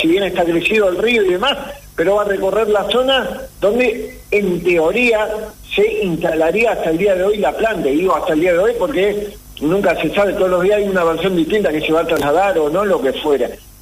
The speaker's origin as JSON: {"language": "Spanish", "town": "Concepción del Uruguay", "region": "Entre Ríos", "country": "Argentina", "said": "yo como vecino de Entre Ríos que soy de Concepción del Uruguay"}